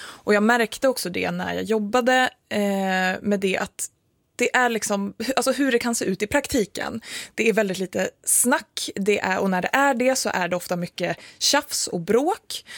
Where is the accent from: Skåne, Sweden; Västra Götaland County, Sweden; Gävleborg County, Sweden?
Gävleborg County, Sweden; Gävle; also born or lived in Hedesunda / Bomhus / Furvik; Men jag är uppvuxen från början i Hedesunda. Och när jag och min bror var 10 ungefär, då flyttade vi in till, inte stan så att säga, eller till Bomhus då.